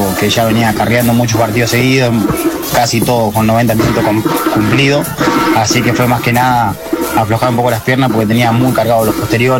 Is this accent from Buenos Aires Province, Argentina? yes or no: no; Mendoza, Argentina; moved away as an adult; Yo soy de Mendoza Capital. Salí del Deportivo Maipú de Mendoza y hace serán 14 años que ando por la zona, digamos La Pampa